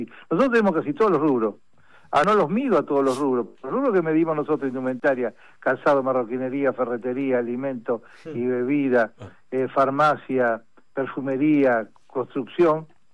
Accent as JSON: {"language": "Spanish", "town": "Rosario", "region": "Santa Fe", "country": "Argentina", "said": "Yo soy de Rosario, provincia de Santa Fe."}